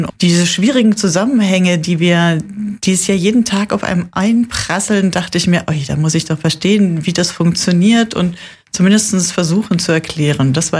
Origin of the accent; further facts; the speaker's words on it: Munich, Bavaria, Germany; Ja, das ist ja nicht so weit weg von meiner Heimatstadt München, ja.